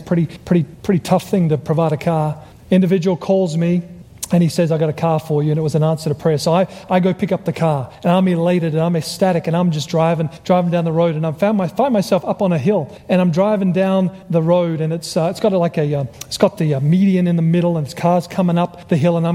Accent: Australia; He heard my accent. I was from Australia.

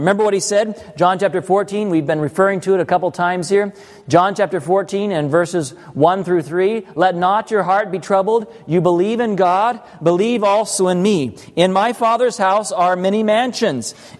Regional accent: Arkansas, United States; I told them that I'm from Arkansas. I grew up in Arkansas.

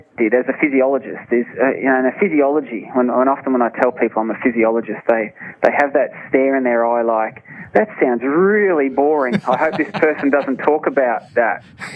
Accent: Australia; Because I'm Australian, yes. I'm a simple Australian man

